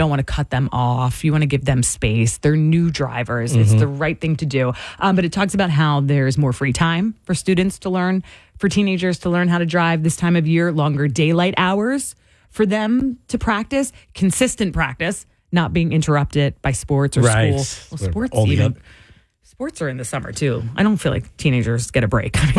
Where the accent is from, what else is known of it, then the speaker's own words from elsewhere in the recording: New Jersey, United States; I'm from South Jersey. There's no 7 lanes on the parkway.